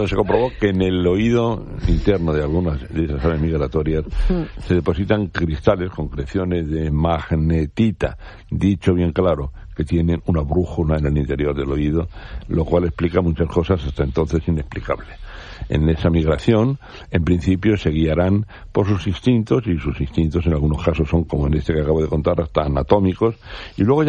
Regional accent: Spain

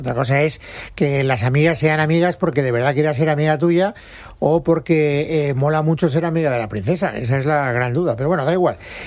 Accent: Castellón, Valencian Community, Spain; moved away; Pero este verano he estado en mi tierra, que es Castellón

